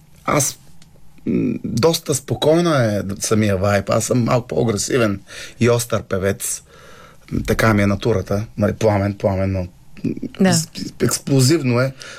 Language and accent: Bulgarian; Chirpan, Stara Zagora Province, Bulgaria; moved away as an adult; also born or lived in London / Los Angeles / Scandinavia; Особено родния ми град, който е Черпан